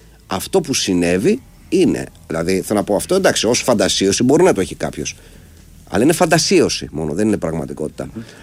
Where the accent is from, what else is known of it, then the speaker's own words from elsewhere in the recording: Greece; να σου το πω για να δεις πώς μπορεί να είμαι Έλληνας